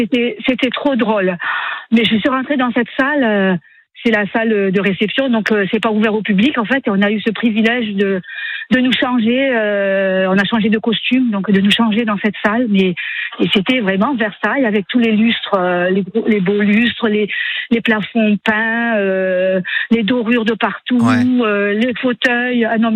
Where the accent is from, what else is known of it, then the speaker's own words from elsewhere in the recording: Madagascar; now in France; Moi, je venais d'arriver de Madagascar en 91.